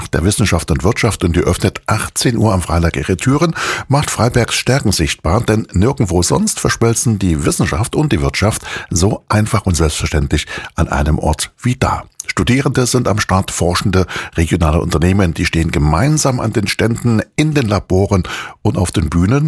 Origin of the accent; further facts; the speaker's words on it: Chemnitz, Saxony, Germany; eine Band aus meiner Heimatstadt, aus Chemnitz … mittlerweile auch wirklich bekannt.